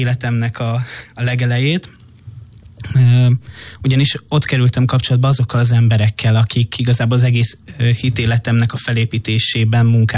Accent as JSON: {"language": "Hungarian", "region": "Budapest", "country": "Hungary", "tie": "born or raised there", "said": "Békásmegyeren nőttem föl"}